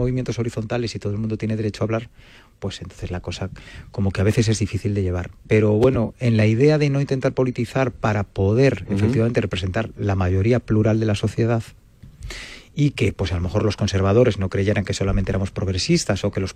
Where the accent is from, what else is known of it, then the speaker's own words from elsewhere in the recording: Galicia, Spain; yo por ejemplo soy gallego